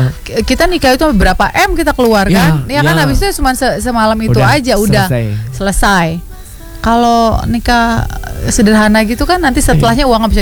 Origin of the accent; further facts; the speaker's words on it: Jakarta, Indonesia; Aku Betawi